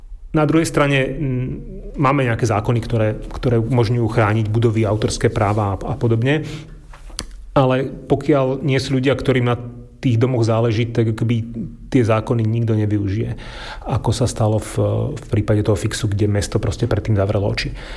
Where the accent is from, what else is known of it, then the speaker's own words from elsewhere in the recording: Martin, Žilina Region, Slovakia; moved away as an adult; also born or lived in Bratislava; Keď som sa vrátil z Bratislavy a zahraničia späť žiť a tvoriť do Martina